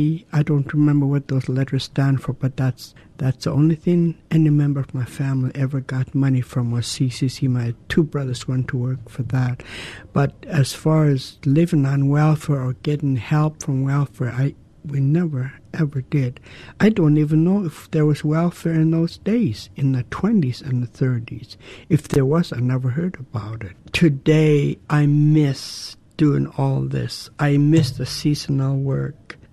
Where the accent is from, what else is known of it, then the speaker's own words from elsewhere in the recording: Douglas, Alaska, United States; I was born and raised in Douglas. I belong to the Raven Clan. I come from the Whale House in Tlaquan.